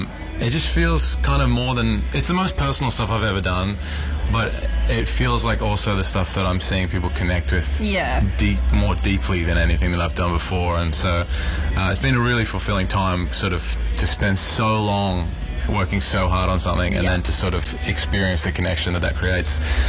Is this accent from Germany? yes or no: no; Australia; moved away as an adult; now in United States; I'm Australian, and I grew up playing here, and I played here for a long time before I moved to America.